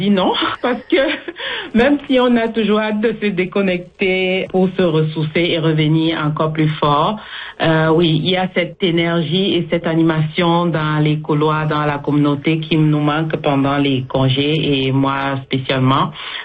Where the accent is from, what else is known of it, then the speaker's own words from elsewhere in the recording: Bafoussam, West, Cameroon; now in Canada; au Cameroun, en Afrique, où j'ai eu le plaisir de passer quelques temps avec ma famille dans ma ville natale à Bafoussam.